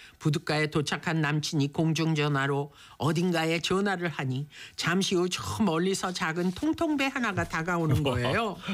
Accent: Seoul, South Korea; 당시 저는 나름 서울 깍쟁이, 서울 촌것이라 날것을 잘 못 먹었거든요.

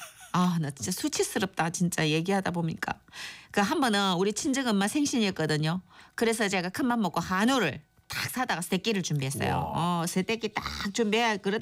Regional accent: Gyeongsang, South Korea; 우리 남편은 충청도 출신이에요. 그리고 저는 딱 느낌 오죠. 경상도.

